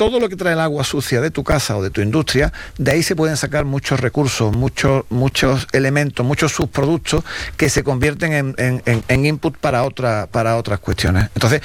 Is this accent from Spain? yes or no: yes; Spain; a lo mejor en mi tierra aquí o quizás no. Pero sí deberíamos conocer el valor del agua, porque lo que sí hacemos bien los españoles es